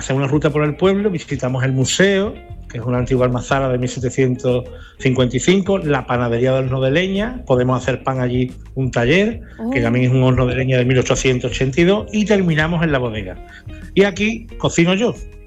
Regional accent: San Fernando, Andalusia, Spain; como yo soy también de San Fernando, soy de Cádiz

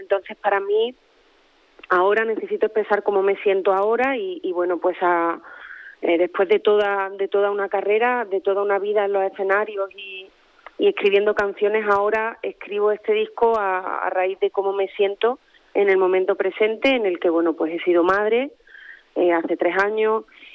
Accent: Córdoba, Andalusia, Spain; moved away as an adult; now in Province of Cádiz, Spain; yo llevo aquí viviendo en la provincia de Cádiz 6 años y, como bien dices, yo soy cordobesa.

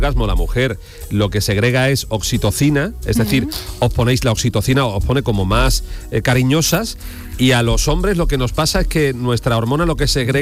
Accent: Jerez, Andalusia, Spain; Es verdad que una vez llevé vinagre, vinagre de Jerez, de mi tierra.

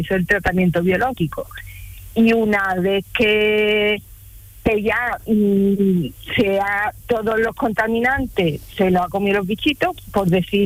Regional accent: Ladín el Grande, Andalusia, Spain; Pues mira, voy para Manilva, soy de Ladín el Grande, y estoy aquí en la carretera que empieza para Ojem.

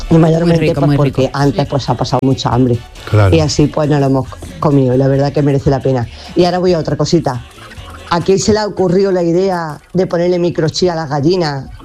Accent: Andújar, Andalusia, Spain; now in Seville, Spain; Buenos días, chicos, desde Sevilla, aunque soy de Andújar.

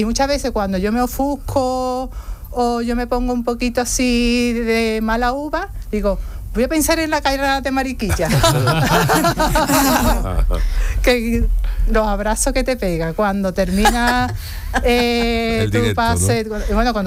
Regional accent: Seville, Andalusia, Spain; Porque yo soy de Sevilla, vivo en Sevilla

